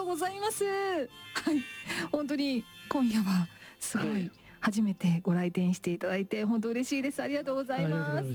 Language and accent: Japanese; Kagawa, Japan; この実は私地元が四国の香川県で